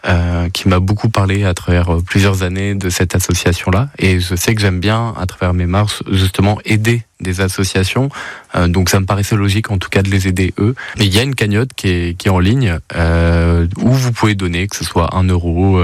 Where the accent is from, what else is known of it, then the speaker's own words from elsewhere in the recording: Reims, Grand Est, France; born there; C'est ça, on est Rémois, en tout cas né à Reims.